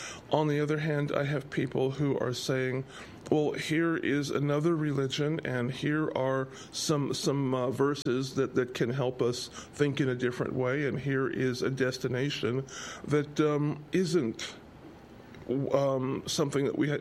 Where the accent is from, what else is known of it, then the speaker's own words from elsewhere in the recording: Pasadena, California, United States; my hometown, Pasadena